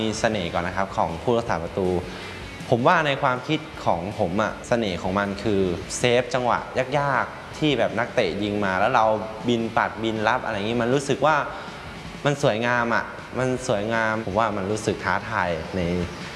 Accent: Lamphun, Thailand; now in Suphan Buri, Thailand; ผมเป็นคนต่างจังหวัดอยู่จังหวัดลำพูนนะครับ

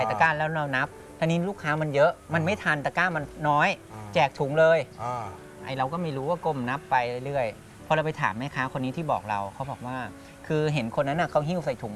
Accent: Lopburi, Thailand; บอกอ๋อบ้านผมอยู่ลพบุรีอยู่ลำลายที่ไอ้ผมเอามะนาวมาขาย

